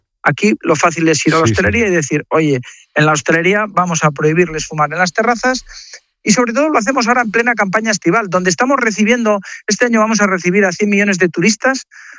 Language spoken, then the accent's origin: Spanish; Asturias, Spain; yo soy de Asturias, piensen en Asturias, con la climatología que tenemos